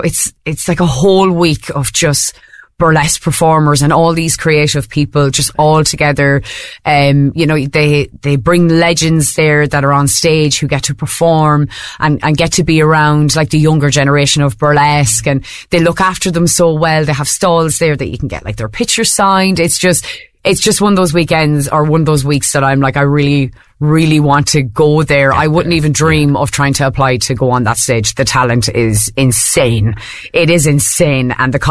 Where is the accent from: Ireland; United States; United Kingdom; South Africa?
Ireland; a woman growing up in Ireland and in a Catholic Ireland